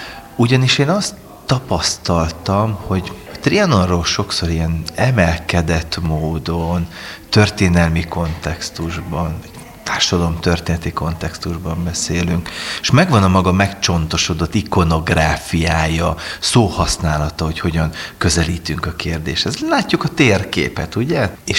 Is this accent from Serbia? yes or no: yes; Subotica, Vojvodina, Serbia; moved away as an adult; now in Hungary; Igen, tehát az a helyzet, hogy én Szabadkán nőttem fel, a régi Jugoszláviában születtem, és a 90-es évek Szerbiájában nőttem föl. Aztán egyetemista korom óta Magyarországon élek.